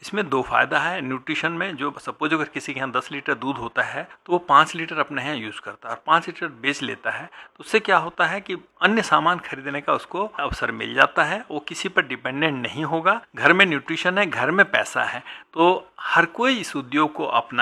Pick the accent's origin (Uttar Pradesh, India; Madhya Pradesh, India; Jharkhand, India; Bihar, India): Jharkhand, India; मैं चूंकि एक ग्रामीण परिवेश से पला बढ़ा हूँ, मैं झारखंड का रहने वाला हूँ